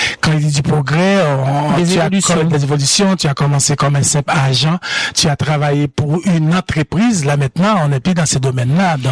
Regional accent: Haiti; born there; Donc, moi, je suis née en Haïti

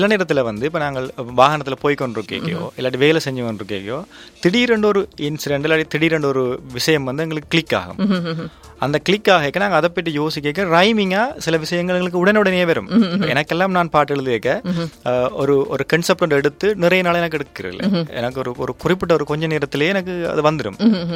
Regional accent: Jaffna, Northern Province, Sri Lanka

